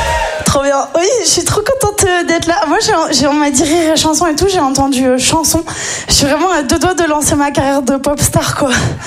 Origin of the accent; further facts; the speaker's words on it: Nice, Provence-Alpes-Côte d'Azur, France; moi, je suis la première née en France, hein, de toute ma famille, donc c'était trop what the fuck, genre. Et moi, j'ai grandi dans une petite cité à forte population maghrébine. La Réré, pour ceux qui connaissent l'Ariane, quoi.